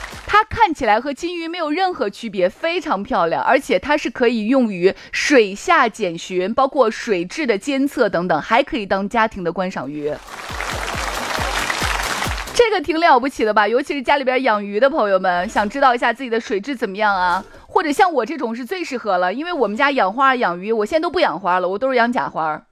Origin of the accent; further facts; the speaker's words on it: Shaanxi, China; 咱们陕西人就是这样子